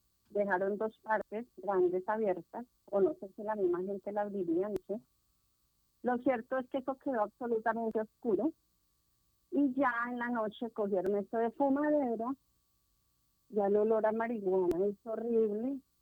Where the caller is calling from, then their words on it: Huila, Colombia; yo soy habitante acá de San Alma, del sector por la 22, con 24